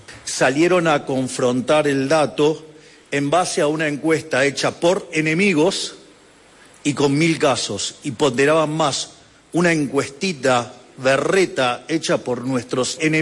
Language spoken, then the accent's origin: Spanish; Argentina; Si como argentinos admiramos tanto a Borges, ¿por qué no tratamos de pensar como Borges